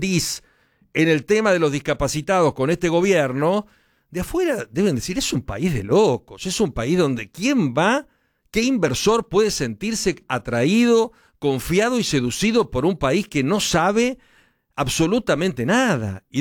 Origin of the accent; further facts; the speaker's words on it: Argentina; lo que somos los argentinos